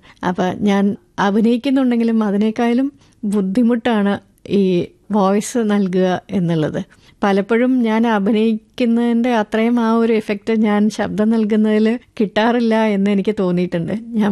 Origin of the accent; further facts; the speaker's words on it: Thiruvananthapuram, Kerala, India; എന്റെ വീട് തിരുവനന്തപുരത്താണ്.